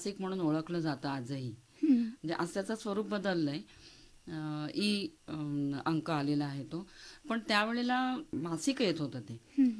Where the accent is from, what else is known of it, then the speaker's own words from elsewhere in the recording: Thane, Maharashtra, India; moved away; माझं माहेर ठाण्याला मुंबईला.